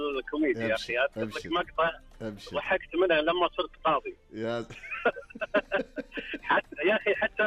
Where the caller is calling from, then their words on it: Riyadh, Riyadh Province, Saudi Arabia; أكلمك من رياض طال عمرك على طريق الملك فهد الآن.